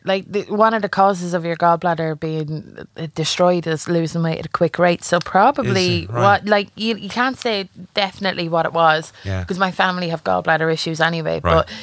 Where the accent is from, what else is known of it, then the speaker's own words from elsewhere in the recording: Ireland; Isn't it great being Irish? You always have a cousin somewhere. Yeah. And thankfully I had him in Australia.